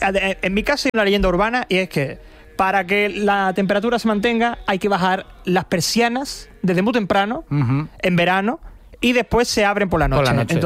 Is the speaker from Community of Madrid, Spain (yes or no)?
no; Chiclana de la Frontera, Andalusia, Spain; yo que soy de playa, pues yo soy de Chiclana, en Cádiz